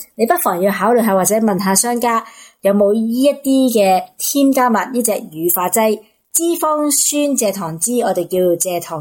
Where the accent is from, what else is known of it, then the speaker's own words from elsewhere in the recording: Hong Kong; 我哋香港人好多咧翻工一族啊